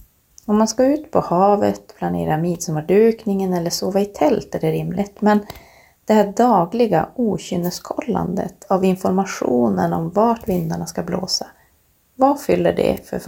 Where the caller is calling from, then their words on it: Umeå, Västerbotten County, Sweden; och bor i Umeå.